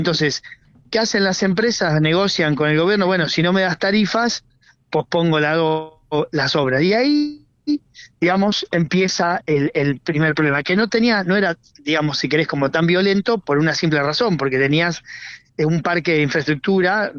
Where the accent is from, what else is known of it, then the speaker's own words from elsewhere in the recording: La Pampa, Argentina; yo soy de La Pampa y me duele decirlo